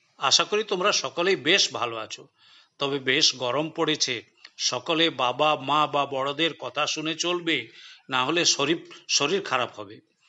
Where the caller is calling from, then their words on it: Chaibasa, Jharkhand, India; কোলহান বিশ্ববিদ্যালয়, চাইবাসা, পশ্চিম সিংভূম, ঝাড়খণ্ড থেকে কথা বলছি।